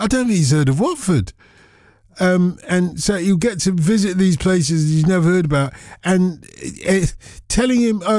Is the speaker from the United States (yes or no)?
no; Nigeria; accent: Nigerian; I'm not going to put on my Nigerian accent, but sometimes I cannot help it.